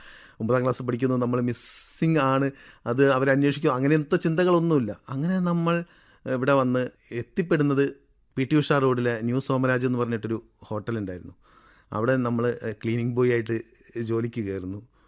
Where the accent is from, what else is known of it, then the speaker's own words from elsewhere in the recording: Vallikkunnu, Kerala, India; born there; also born or lived in Uppatti, Nilgiris, Tamil Nadu / Kallai, Kozhikode; അച്ഛൻ പക്ഷേ ഞാനൊക്കെ ജനിച്ച സമയത്ത് തന്നെ വള്ളിക്കുന്നിലേക്ക് താമസം മാറിയിട്ടുണ്ട്. അമ്മയുടെ കല്യാണം കല്ലായിലേക്കായിരുന്നു, പക്ഷേ പിന്നീട് ഞാൻ താമസിക്കുന്നത് വള്ളിക്കുന്നായിരുന്നു. പക്ഷേ ആ സമയത്ത് ഞാൻ നീലഗിരിയിലായിരുന്നു. അമ്മയുടെ വീട്ടിൽ നിന്നിട്ടാണ് ഞാൻ 5-ാം ക്ലാസ് വരെ പഠിച്ചത്